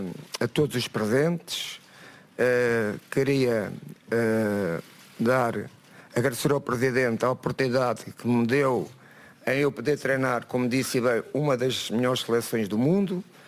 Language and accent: Portuguese; Portugal; portugueses, dentro e fora do nosso país, de certeza que nos encheram de vaidade o nosso coração, como português.